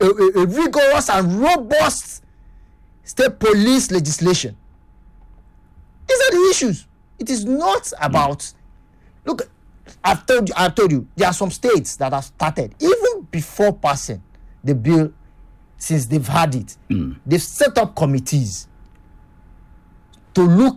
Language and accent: English; Kwara, Nigeria; I'm from Kwara State